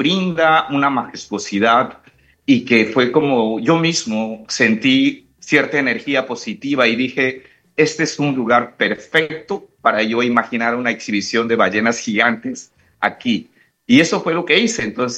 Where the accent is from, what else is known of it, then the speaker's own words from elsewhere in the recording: Peru; Yo tengo familia colombiana, mi esposa es colombiana, mis hijos son colombianos, yo soy peruano.